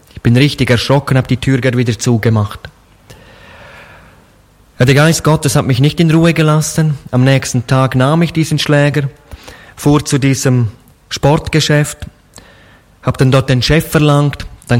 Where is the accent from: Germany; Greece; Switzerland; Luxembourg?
Switzerland; Graubünden; Da, wo ich aufgewachsen bin, entspringt der Rhein, der dann auch durch Deutschland fließt.